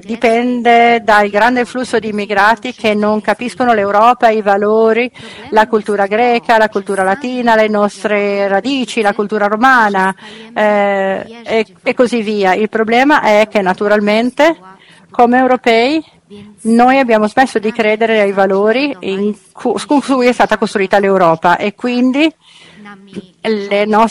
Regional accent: Poland; Italian is a second language; io come polacca posso andare, per esempio, in l'ambasciata italiana e essere aiutato

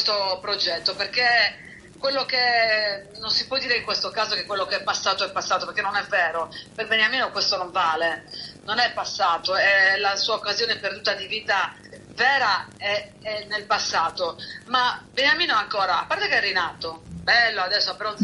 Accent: Macomer, Sardinia, Italy; accent: Macomer; ho dovuto fare il grande sforzo di parlare con l'accento di Alghero, non di Macomè

